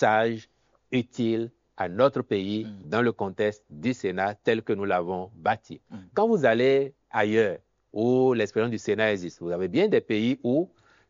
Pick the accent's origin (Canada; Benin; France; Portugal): Benin; Tous, en tant que Béninois, nous lui avons confié la gestion de notre pays.